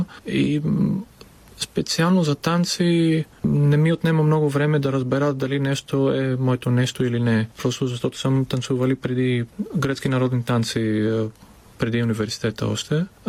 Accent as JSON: {"language": "Bulgarian", "town": "Veria", "region": "Central Macedonia", "country": "Greece", "tie": "born or raised there", "also_born_or_lived": "Larissa, Greece", "second_language": "Bulgarian", "moved": "as an adult", "lives_now": "Sofia, Bulgaria", "said": "родния ми град Верия"}